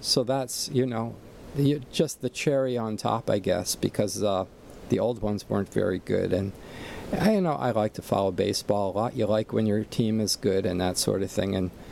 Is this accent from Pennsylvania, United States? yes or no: yes; Allentown, Pennsylvania, United States; moved away; Did my hometown proud, actually, back in Allentown, Pennsylvania.